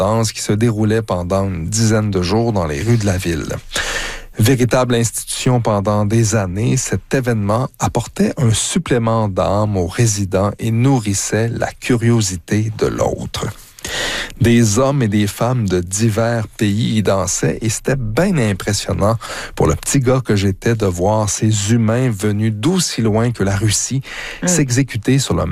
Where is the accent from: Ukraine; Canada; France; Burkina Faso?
Canada; Drummondville, Quebec; Faut dire que j'ai grandi dans le Québec des années 80